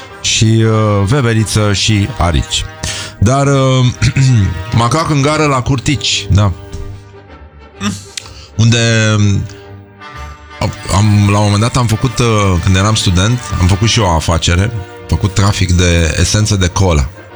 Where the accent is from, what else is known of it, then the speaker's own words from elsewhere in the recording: Romania; când au auzit că suntem din România